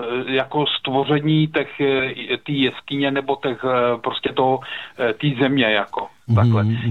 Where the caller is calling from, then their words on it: Knovíz, Central Bohemian Region, Czechia; Dobrý večer